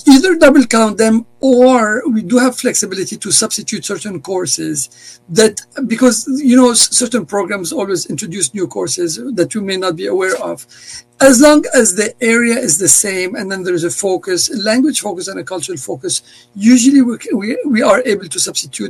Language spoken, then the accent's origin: English; Lebanon; now in United States; I'm originally from Lebanon